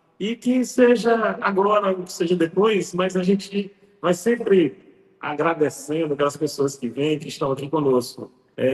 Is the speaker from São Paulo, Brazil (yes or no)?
no; Imperatriz, Maranhão, Brazil; sou aqui de Imperatriz do Maranhão